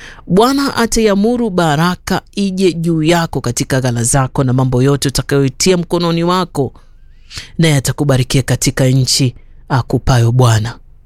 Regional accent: Tana River County, Kenya; kule kwetu Tana River

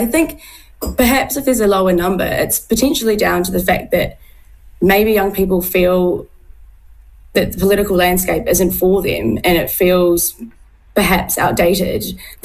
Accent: Tauranga, Bay of Plenty, New Zealand; now in Wellington, New Zealand; I'm from Tauranga, and so I know Tom Rutherford personally from school days

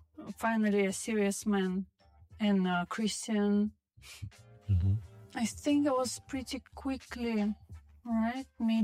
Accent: Russia; moved away; So I'm from Russia and from a small city.

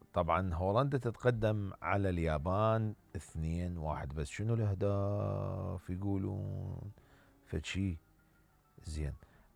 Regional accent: Iraq; احنا قلوبنا طيبة كعراقيين وعاطفيين

